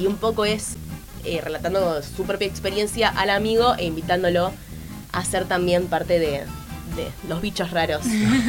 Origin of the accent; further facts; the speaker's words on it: Argentina; sentimos como humanos argentinos la necesidad de revisitarla